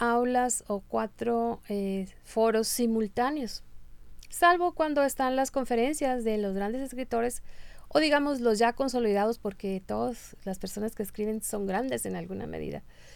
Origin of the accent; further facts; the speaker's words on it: Navojoa, Sonora, Mexico; Muy contenta de estar aquí y llegar a mi gente del sur del estado, porque es de saber que soy de Navojoa.